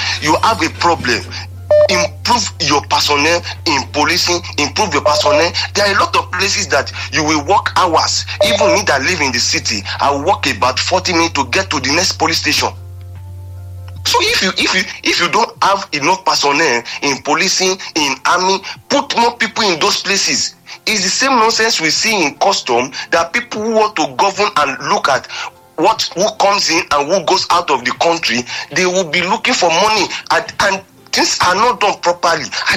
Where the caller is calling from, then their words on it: Abeokuta, Ogun, Nigeria; I live in Abeokuta, but I'm calling from Ireland presently.